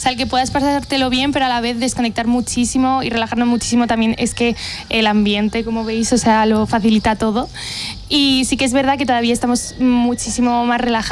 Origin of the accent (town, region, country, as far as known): Madrid, Community of Madrid, Spain